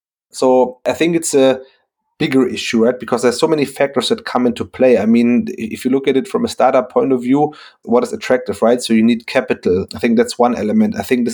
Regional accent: Frankfurt, Hesse, Germany; And of course, I'm from Frankfurt.

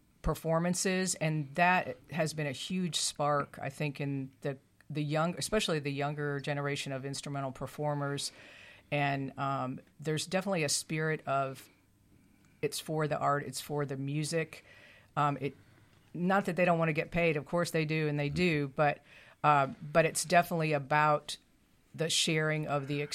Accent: St. Louis, Missouri, United States; moved away; I'm originally from St. Louis.

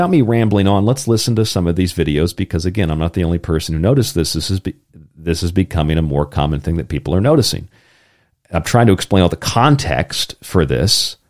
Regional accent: United States; now in Japan; to me as an American

